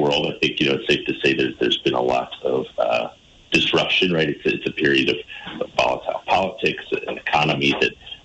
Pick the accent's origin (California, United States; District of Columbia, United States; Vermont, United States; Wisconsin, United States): Vermont, United States; Putney; as a young person growing up in Vermont, had great history teachers and others. I mean, I grew up in Putney.